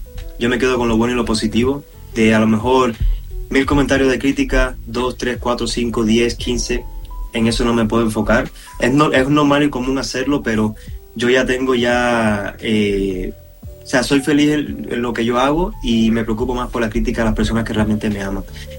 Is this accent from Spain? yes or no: no; Cuba; moved away; viene de donde yo vengo.